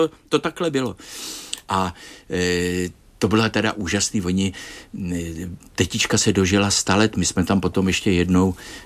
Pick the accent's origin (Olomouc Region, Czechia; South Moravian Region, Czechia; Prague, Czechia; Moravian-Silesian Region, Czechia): Prague, Czechia; A odkaď jsme, my jako z Prahy